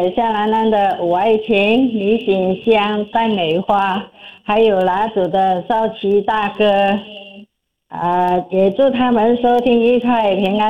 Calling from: Penang, Malaysia; 我是来自槟榔帮的

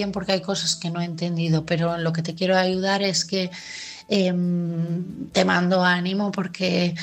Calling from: Asturias, Spain; de Asturias

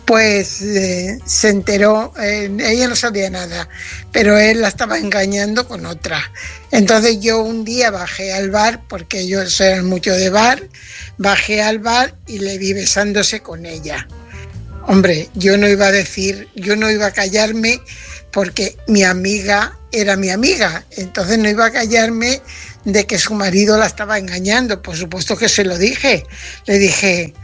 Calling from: Fuenlabrada, Community of Madrid, Spain; corresponsal de Fuenlabrada.

